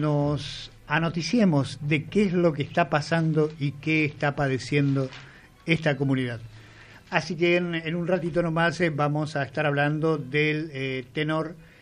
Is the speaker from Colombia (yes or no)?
no; Argentina